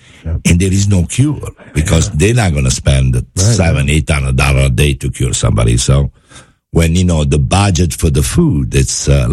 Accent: Naples, Campania, Italy; English is a second language; moved away; Yeah, I'm from Naples.

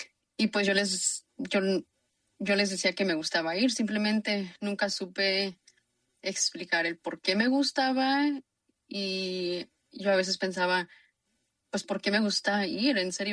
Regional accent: Anderson, California, United States; also born or lived in Sacramento; Sí, yo crecí aquí en el área de Reading, más específicamente en Anderson. Mientras que estudiaba, sí viví en Sacramento por unos años, pero luego regresé aquí al área norte de California

